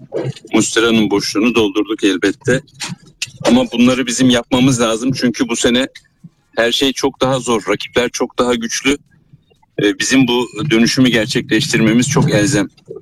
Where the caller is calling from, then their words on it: Istanbul, Turkey; İstanbul'dan arıyorum.